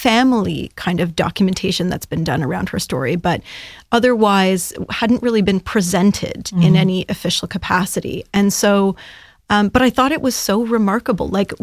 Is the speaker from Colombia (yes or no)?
no; Ottawa, Ontario, Canada; I'm actually from Ottawa originally, okay.